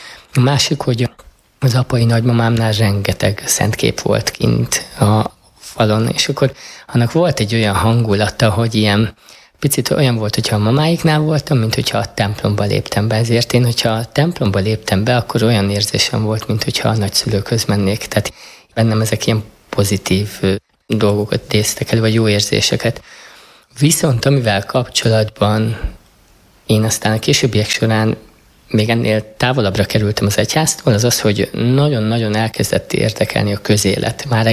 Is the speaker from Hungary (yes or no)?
yes; Pásztó, Nógrád, Hungary; born there; Pászton születtem. Ez egy palócvidék, szinte mindenki katolikus, és a mi családunk is, mind apai, mind anyai ágon római katolikusok, kivételt képeznek a szüleim.